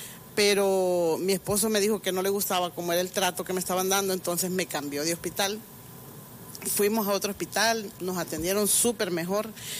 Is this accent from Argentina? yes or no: no; Honduras; moved away as an adult; soy de Honduras, soy del país de Honduras, de ese país maravilloso, y yo doy gracias a Dios. Tengo 16 años de estar aquí en este país